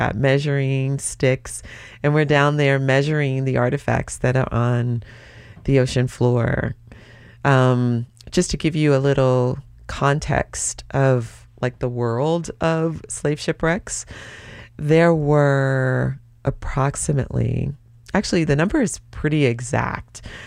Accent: Atlanta, Georgia, United States; Jared, I am from Atlanta, Georgia. I didn't know anything about the ocean.

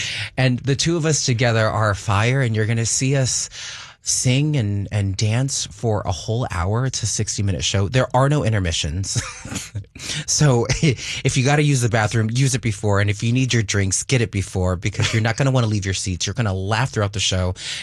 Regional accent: Fresno, California, United States; born there; moved away; also born or lived in Massachusetts; I did do some growing up in Fresno, California

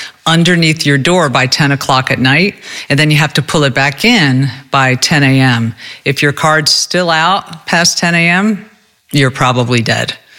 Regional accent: New Jersey, United States; I'm from New Jersey.

